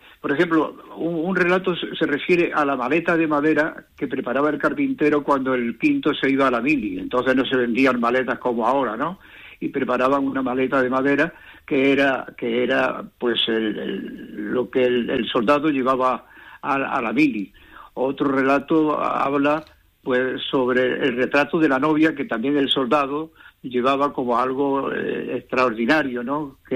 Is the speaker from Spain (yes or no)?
yes; Conquista, Andalusia, Spain; moved away as an adult; now in Madrid, Spain; yo nací en Conquista, pero a los 20 años salí. Como la gran mayoría de los conquisteños, lamentablemente hemos tenido que salir, y llevo 60 años fuera, en Madrid concretamente